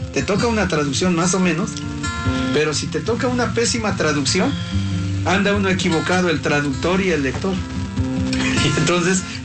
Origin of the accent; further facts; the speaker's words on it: Santa Inés Varela, Puebla, Mexico; a dar una clase a mi pueblo, en el cerro, allá hasta menciono el nombre del cerro, en el Potrero, así se llama un pueblo, una parte del campo de allí de mi pueblo, Santa Inés Varela, La Luz, La Chichuca, Puebla.